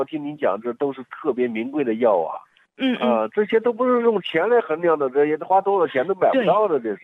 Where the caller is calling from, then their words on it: Henan, China; 我是河南的。